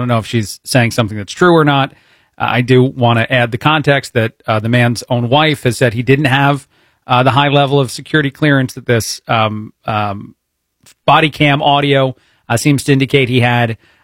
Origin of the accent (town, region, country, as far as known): United States